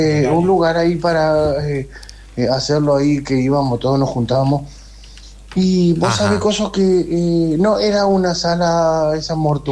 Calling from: Capiatá, Central, Paraguay; del Paraguay de Capieta.

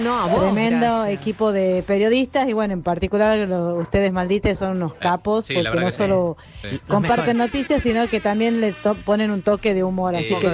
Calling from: Tucumán, Argentina; desde Tucumán

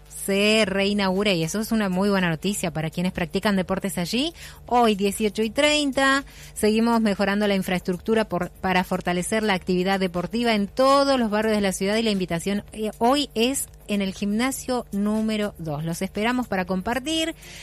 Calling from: Balsa Las Perlas, Río Negro, Argentina; Hola, buenos días. Soy de Balsa Las Perlas.

